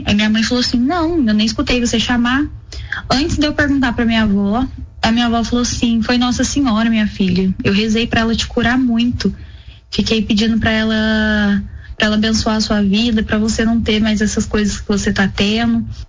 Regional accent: Cachoeira Paulista, São Paulo, Brazil; eu sou de Cachoeira Paulista

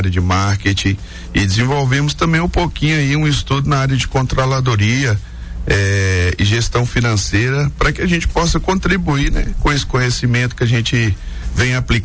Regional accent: Teófilo Otoni, Minas Gerais, Brazil; accent: quase baianado; now in Vale do Aço, Brazil; Rapaz, eu sou lá do interior de Minas, lá de Teoflotone. A gente vem com aquele jeitinho quase baianado, né? A turma brinca que a gente é o baiano cansado, né?

